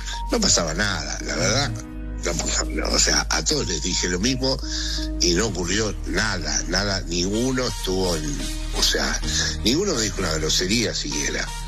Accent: Argentina; now in Spain; salí de mi casa con la camiseta argentina

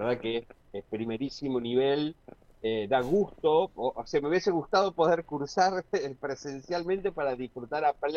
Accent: Sunchales, Santa Fe, Argentina; yo soy de Sunchales

